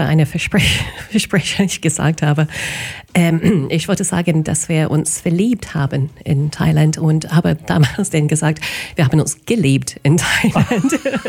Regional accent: Wellington, New Zealand; German is a second language; moved away as an adult; now in Germany; Ich komme aus Wellington, das ist in der Hauptstadt von Neuseeland. Mhm. Wir sind direkt mittel 2 Inseln quasi, so der südliche Punkt von der Nordinsel. Und bei uns ist immer so 4, 5, 6 Grad ungefähr.

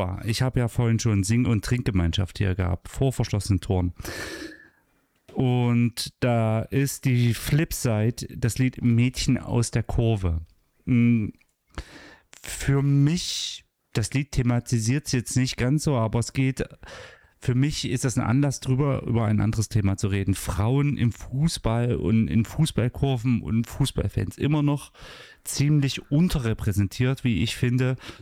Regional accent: Frauenprießnitz, Thuringia, Germany; moved away; Ich komme ja ursprünglich aus Frauenpriesens.

